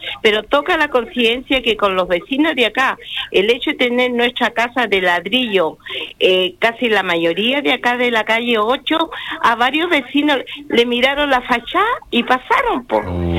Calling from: Chile; soy ciudadana chilena

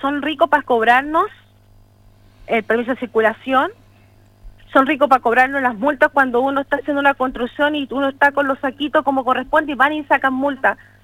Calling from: Iquique, Tarapacá, Chile; soy iquiqueña, yo quiero mi ciudad

